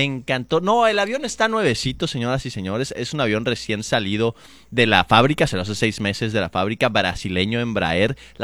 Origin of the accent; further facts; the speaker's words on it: Mexico City, Mexico; Yo vengo de la Ciudad de México y voy en burro siempre, todas las veces.